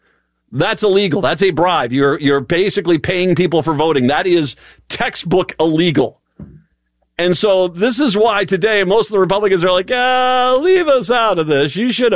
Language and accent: English; East Coast, United States; I grew up on the East Coast. Lamb, we used to have lamb all the time.